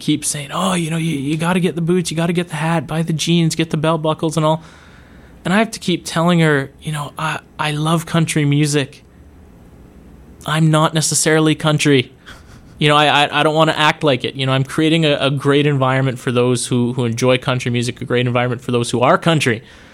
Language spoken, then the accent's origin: English; Hamilton, Ontario, Canada; as a Hamilton local, it means something to me to host something in my hometown, to actually say, hey, yeah, you know, I was born and raised here.